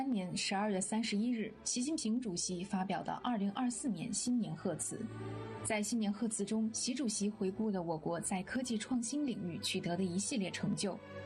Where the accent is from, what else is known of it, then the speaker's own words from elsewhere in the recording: China; 更看到了我们中国人奋进向未来的决心和力量